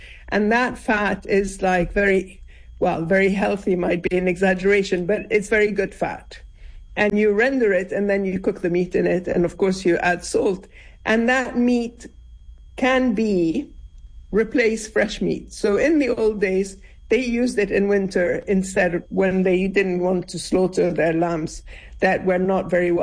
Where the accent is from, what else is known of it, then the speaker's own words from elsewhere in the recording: Lebanon; I was born and lived in Lebanon before any of the troubles and in Syria